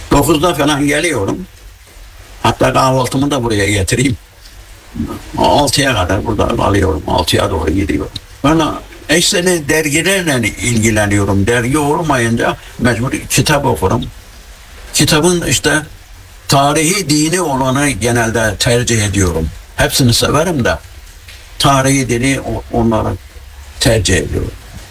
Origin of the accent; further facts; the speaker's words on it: Gaziantep, Turkey; born there; 1950 yılında işte Gaziantep'te doğdum.